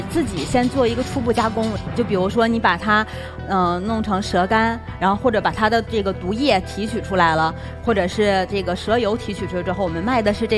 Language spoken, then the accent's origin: Chinese; Harbin, Heilongjiang, China; now in Beijing, China; 我是哈尔滨人，但是我现在是在北京，然后开了一家养殖场。